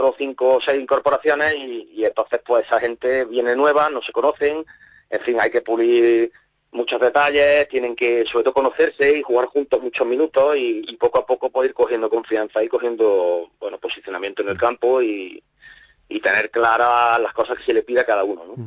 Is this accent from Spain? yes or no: yes; Martos, Andalusia, Spain; yo soy de Martos, y en Martos hay 3 equipos de fútbol.